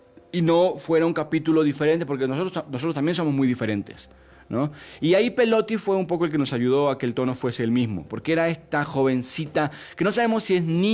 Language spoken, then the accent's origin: Spanish; Argentina